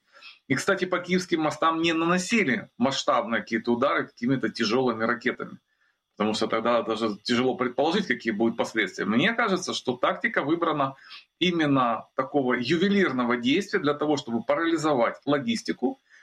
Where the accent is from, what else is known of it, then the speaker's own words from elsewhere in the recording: Kyiv, Ukraine; как коренного киевлянина